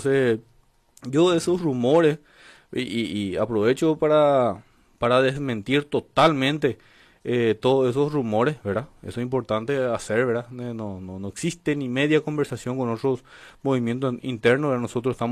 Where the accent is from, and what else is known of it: Paraguay